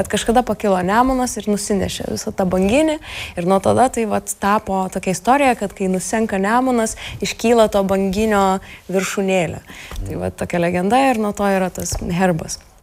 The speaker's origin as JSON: {"language": "Lithuanian", "town": "Birštonas", "region": "Kaunas County", "country": "Lithuania", "tie": "born or raised there", "said": "norėčiau savo gimtajame mieste turėti vietą grįžti, kas nebūtų pas tėvus. Tai vat galvoju, kad gal tokia svajonė būtų kažkada turėti kažkokią vietą Birštone"}